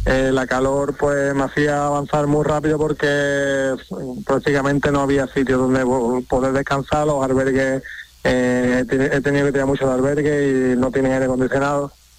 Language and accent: Spanish; Villamartín, Andalusia, Spain; Bueno, pues me apetecía salir de aquí, de Villamartín, de mi pueblo, y llegar hasta Santiago como ese hazaña, ese reto